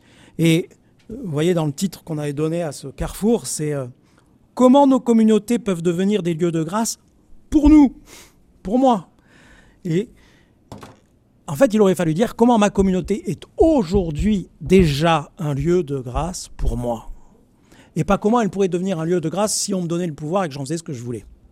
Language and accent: French; Marseille, Provence-Alpes-Côte d'Azur, France